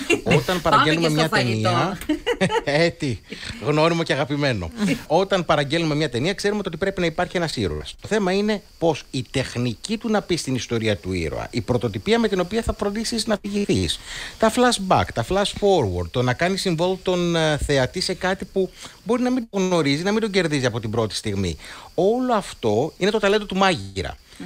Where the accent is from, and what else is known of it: Greece